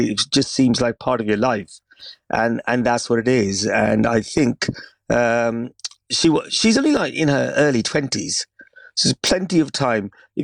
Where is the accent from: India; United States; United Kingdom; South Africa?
India; I come from India originally, where I used to play football